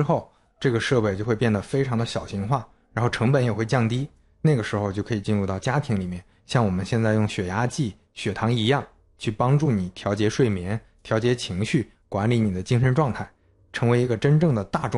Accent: China; 而且随着我们中国人口老龄化，

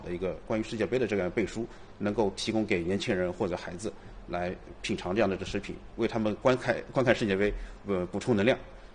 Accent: China

